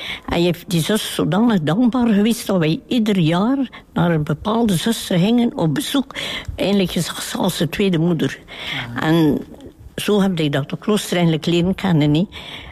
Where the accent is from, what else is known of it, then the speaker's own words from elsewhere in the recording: Nieuwpoort, Flanders, Belgium; now in Kortemark, Belgium; Van aan de kust, van Niepoort ben ik.